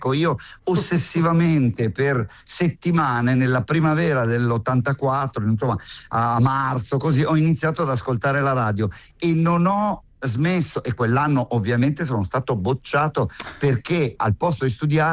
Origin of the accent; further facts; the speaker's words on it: San Donato Milanese, Lombardy, Italy; io vengo da Metanopoli, sono un figlio del proprio del cane a sei zampe.